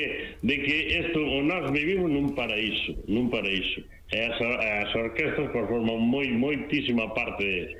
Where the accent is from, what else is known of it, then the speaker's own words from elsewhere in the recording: Noia, Galicia, Spain; É máis eu que son de Noia, non?